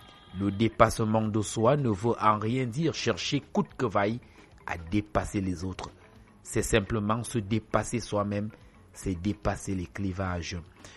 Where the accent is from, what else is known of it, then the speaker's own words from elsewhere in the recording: Cameroon; Chez nous, au Cameroun